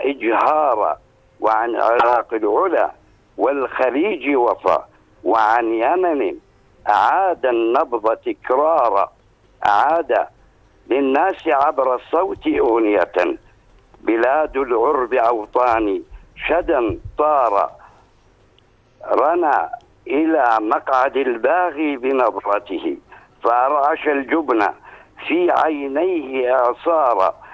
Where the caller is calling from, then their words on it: Jordan; يحق لنا كأردنيين